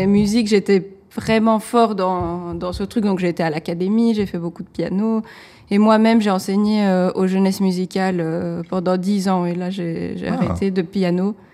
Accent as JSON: {"language": "French", "town": "Reni", "region": "Odesa Oblast", "country": "Ukraine", "tie": "born there", "second_language": "French", "said": "Je suis née en Ukraine. Donc voilà."}